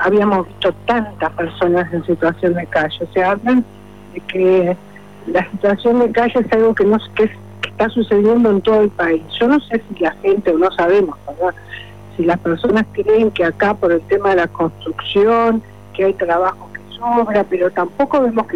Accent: Punta del Este, Maldonado, Uruguay; todos los que somos de acá de Punta del Este

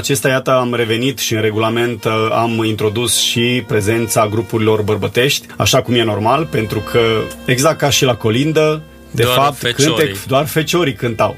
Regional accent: Romania; pentru noi ca români.

